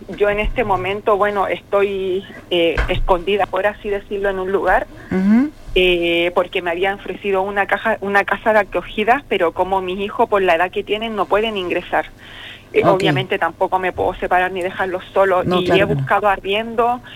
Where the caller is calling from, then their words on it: Iquique, Tarapacá, Chile; Yo soy de Iquique.